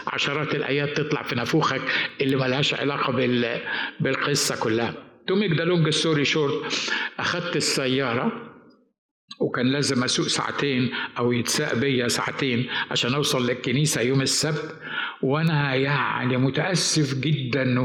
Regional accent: Upper Egypt, Egypt; moved away; احنا في مصر

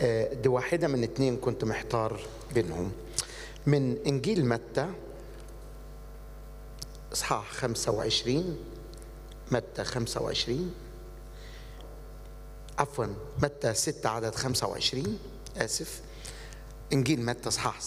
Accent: Egypt

